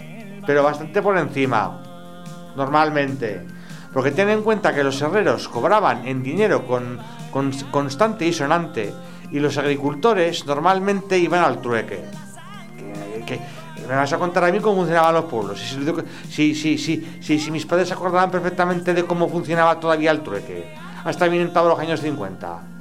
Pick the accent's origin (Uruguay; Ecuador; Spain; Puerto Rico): Spain; Mainar, Aragon; en mi pueblo apenas hay fruta debido a las muchas heladas, pero es una zona muy fría